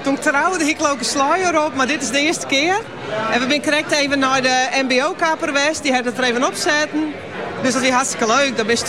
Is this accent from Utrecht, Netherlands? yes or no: no; Friesland, Netherlands; ik kom uit Friesland, daarom heb ik een Frieskaartje